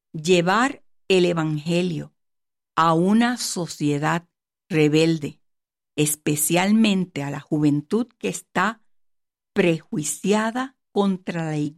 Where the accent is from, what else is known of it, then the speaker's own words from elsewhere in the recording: Puerto Rico; mi país natal, Puerto Rico